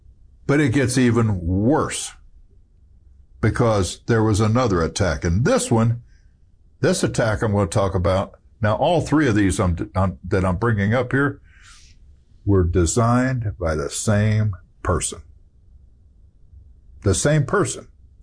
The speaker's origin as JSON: {"language": "English", "country": "United States", "said": "I'm an American. That's important to me because I'm not just an American, I'm a Christian."}